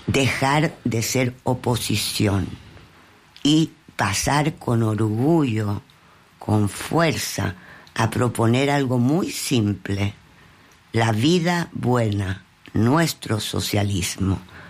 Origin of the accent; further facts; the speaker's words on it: Chile; now in France; de reencontrarte en este nuevo estadía en mi país, porque yo tengo 2 territorios